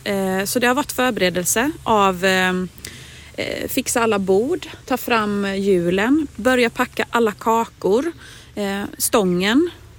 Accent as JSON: {"language": "Swedish", "town": "Skillingaryd", "region": "Jönköping County", "country": "Sweden", "said": "Och vi är ju från Skillingaryd."}